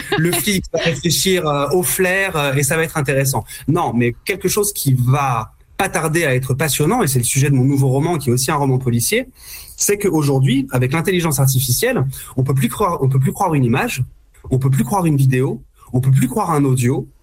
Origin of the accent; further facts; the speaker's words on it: France; Alors déjà, on est français